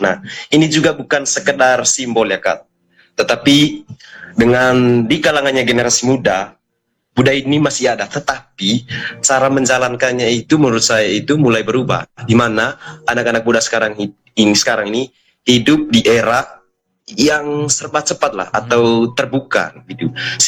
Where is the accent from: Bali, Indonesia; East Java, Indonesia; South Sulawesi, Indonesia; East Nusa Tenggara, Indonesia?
East Nusa Tenggara, Indonesia; Ruteng; Saya dari Manggarai, tempatnya di Ruteng.